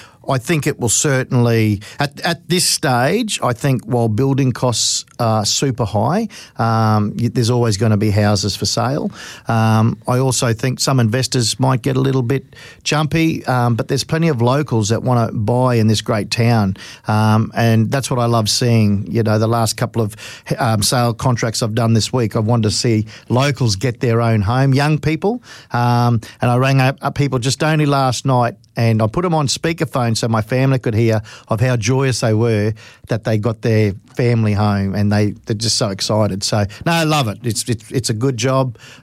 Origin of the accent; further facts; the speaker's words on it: Rockhampton, Queensland, Australia; is someone that's lived in this great town for 58 years. I'm 58 now.